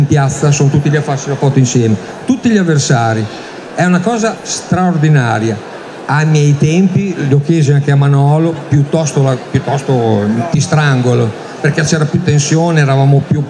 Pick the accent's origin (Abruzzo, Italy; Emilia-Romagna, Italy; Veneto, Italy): Emilia-Romagna, Italy; Castel San Pietro Terme; forse siamo un po' presuntuosi qua a Castello.